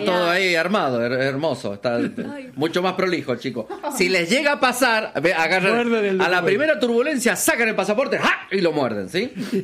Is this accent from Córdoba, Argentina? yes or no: yes; Córdoba, Argentina; born there; Yo nací en Córdoba.